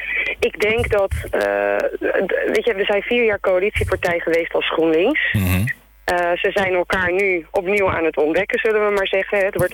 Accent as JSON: {"language": "Dutch", "town": "Dordrecht", "region": "South Holland", "country": "Netherlands", "tie": "born or raised there", "said": "Ik ben een Dordtenaar, geboren en getogen."}